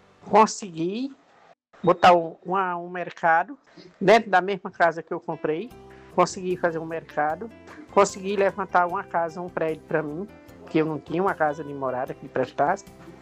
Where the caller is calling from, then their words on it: São Paulo, Brazil; Aí fui viver aqui em São Paulo, morar de aluguel.